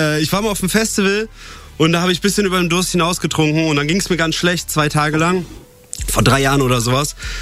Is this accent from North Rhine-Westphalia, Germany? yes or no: yes; Gütersloh, North Rhine-Westphalia, Germany; now in Berlin, Germany; Ja, aus Westfalen. Er aus Bielefeld, ich aus Gütersloh